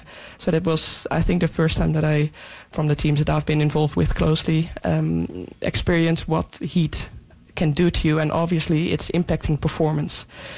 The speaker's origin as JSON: {"language": "English", "country": "Netherlands", "tie": "born or raised there", "said": "I think growing up there wasn't growing up in the Netherlands playing football there."}